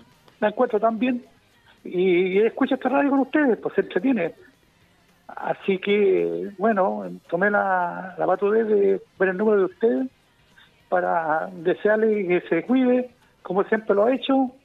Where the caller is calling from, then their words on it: La Florida, Santiago Metropolitan Region, Chile; Yo soy de la Florida, como te comento, y estoy de visita